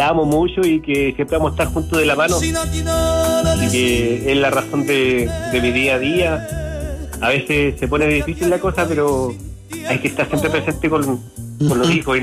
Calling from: Chile Chico, Aysén, Chile; Estoy acá de la Patagonia de Chile, estoy llamando.

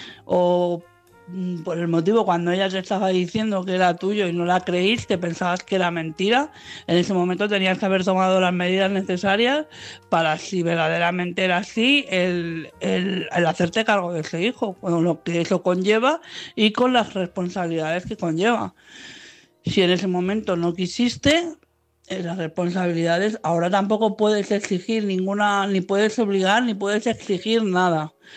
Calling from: Madrid, Community of Madrid, Spain; de Madrid.

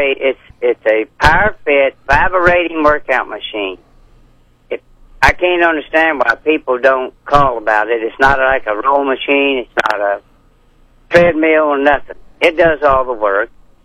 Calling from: Franklin, Missouri, United States; I'm calling from Franklin, Missouri.

